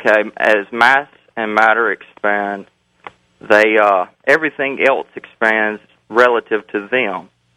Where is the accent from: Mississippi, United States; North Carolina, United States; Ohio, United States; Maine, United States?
Mississippi, United States; Moselle; Matter because … from Moselle, Mississippi.